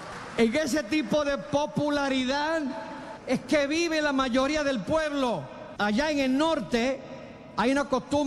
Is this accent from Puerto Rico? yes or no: yes; Puerto Rico; moved away; also born or lived in Mexico City; En mi tierra puertorriqueña, el campesino le dice: la Virne María.